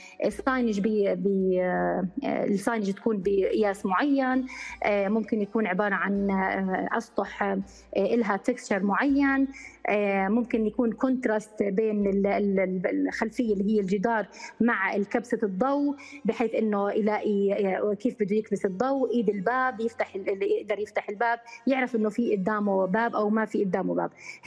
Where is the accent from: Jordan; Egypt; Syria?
Jordan; واحنا عندنا بالاردن